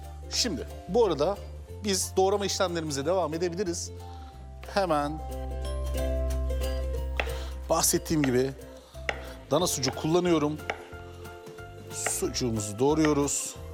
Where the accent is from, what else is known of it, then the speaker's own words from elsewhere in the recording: Adana, Turkey; Biliyorsunuz ben Adanalıyım. Adana'da yapılan ev salçalarının hemen hemen hepsi çok tuzludur.